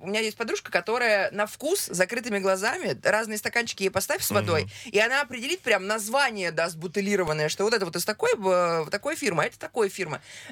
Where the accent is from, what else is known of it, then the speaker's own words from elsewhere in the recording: Ridder, East Kazakhstan Region, Kazakhstan; Я родом из ВКО. Город.